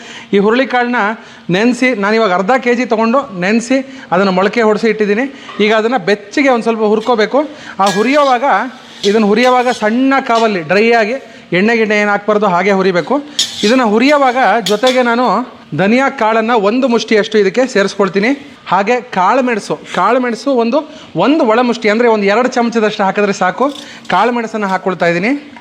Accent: Karnataka, India; now in Bengaluru, India; ನಮ್ಮ ಹಳ್ಳಿ ಮೈಸೂರು ಭಾಗದಲ್ಲಿ

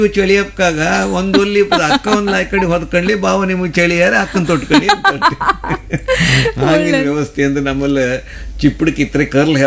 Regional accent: Mallolli, Karnataka, India; ನಾನು ಇಲ್ಲಿಂದ ಒಂದು ಈ ಒಂದು 15-16 ಕಿಲೋಮೀಟರ್ ಆಚೆ ಬಿದ್ಕಲ್ಕಟ್ಟೆ ಹುಣಸಬಕ್ಕಿ ಮಳ್ಳೊಳ್ಳಿ ಅಂತ ಗೊತ್ತಿತ್ತಲ್ಲ, ನಾನು ಹುಟ್ಟಿದ್ದು ಮಳ್ಳೊಳ್ಳಿಗೆ, ನಾವು ಬೆಳೆದು ಮಳ್ಳೊಳ್ಳಿಗೆ.

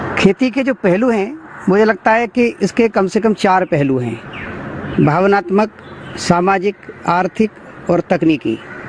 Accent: Uttar Pradesh, India; born or raised there

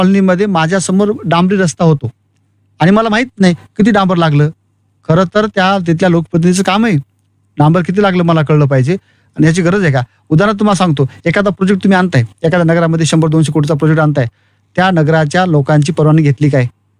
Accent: Shendra, Maharashtra, India; मी मूळचा शेंद्रा, जिल्हा परभणी, तालुका परभणी. 1969 आमची सगळी शेती, आमचं गाव, म्हणजे माझ्या आमच्या गावासोबत दुसरे 2 गावं, आमचं गाव शेती सगळी आम्ही कृषी विद्यापीठाला दिलेली आहे

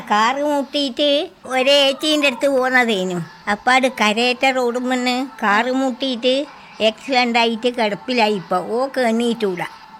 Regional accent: Mundorappoyil, Kerala, India; എന്റെ വീട് അങ്ങ് മുണ്ടോറപ്പൊയിലെന്ന് പറയും.

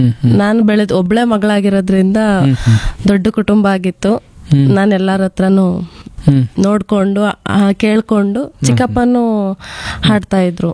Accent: Rampur, Karnataka, India; ರಾಮ್ಪುರ ಮೂಲ ನನ್ನ ಊರಾಗಿದ್ದೆ. ಹುಲ್ಲಳ್ಳಿನಲ್ಲಿ ನಾನು ಕೋರ್ಸ್ ಮಾಡಿದ್ದು, ಡಿಗ್ರಿವರೆಗೂ ನಾನು ಅಲ್ಲೇ ಮುಗಿಸಿದ್ದು.

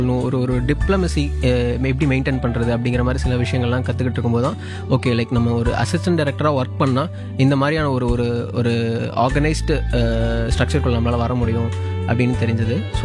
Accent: Tiruppur, Tamil Nadu, India; என்னோட சொந்த ஊர் திருப்பூர். நான் LKG-லேருந்து 12th ஸ்டாண்டர்ட் வரைக்கும் ஒரு சின்ன டவுன்லேயே வளர்ந்ததுனால

